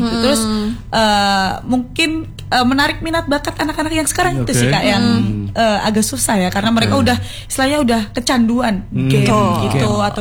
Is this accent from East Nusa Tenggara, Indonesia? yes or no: no; Ponorogo, East Java, Indonesia; Kalau karena aku dari Ponorogo ya, of course itu aku real.